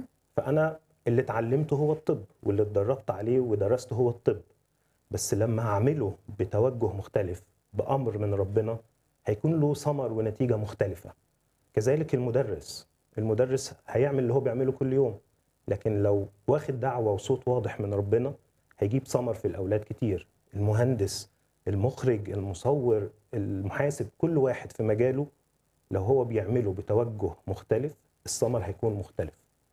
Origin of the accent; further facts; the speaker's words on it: Egypt; إحنا لهجتنا وثقافتنا مفهومة في كل اللي حوالينا. ممكن في بعض اللهجات إحنا ما نفهمش بعض الكلمات، لكن هم فاهمين كل كلماتنا طبعا بسبب الميديا المصرية،